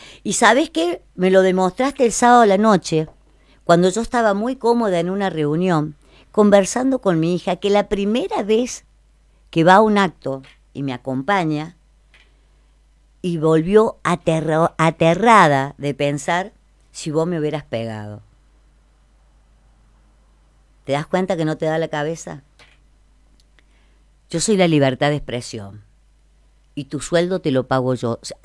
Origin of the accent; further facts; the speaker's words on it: Villa Mercedes, San Luis, Argentina; Yo soy de San Luis. Amo esta tierra. Y soy de Villa Mercedes.